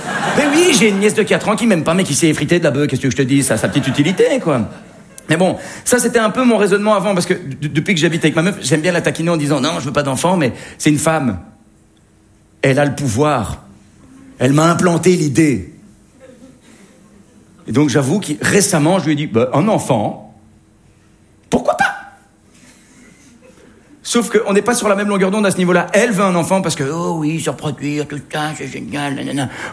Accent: Belgium

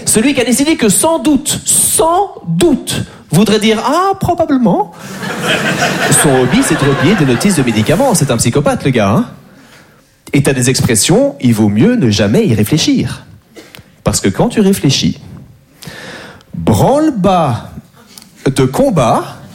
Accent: Belgium; Moi j'adore les Français, même si je suis belge.

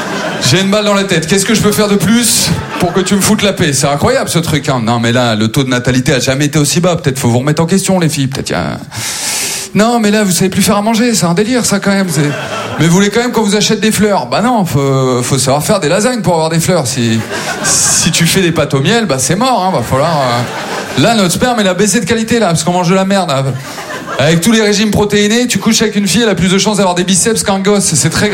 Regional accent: Maubeuge, Hauts-de-France, France; born or raised there

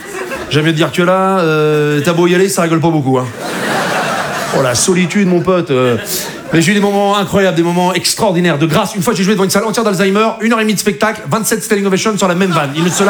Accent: Rouen, Normandy, France; je viens d'une région où on est tous très grands comme ça, tous costauds. Parce que je viens de Rouen, c'est la Normandie, c'est chez moi, voilà.

